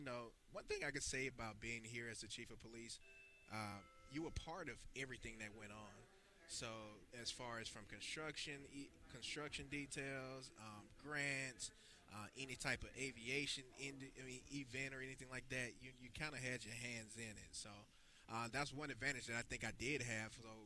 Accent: Montgomery, Alabama, United States; I'm actually from Montgomery.

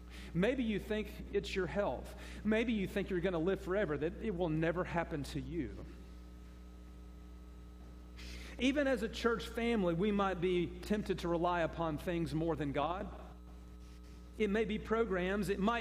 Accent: United States

